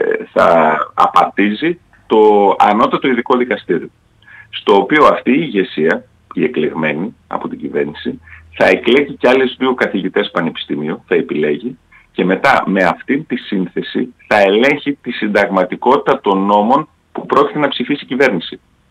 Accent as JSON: {"language": "Greek", "town": "Trikala", "region": "Thessaly", "country": "Greece", "said": "επειδή είμαι και από τη Θεσσαλία, από τα Τρίκαλα"}